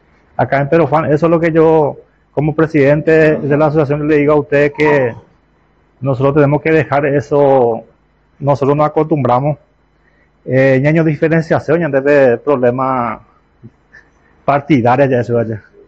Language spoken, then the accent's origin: Spanish; Peru; Todos somos peruanos, todos somos gente de bien, gente trabajadora.